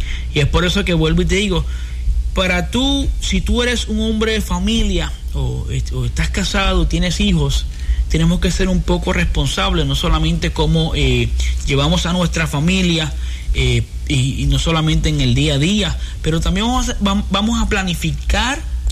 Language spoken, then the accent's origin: Spanish; Puerto Rico; como buen puertorriqueño o hispanos que somos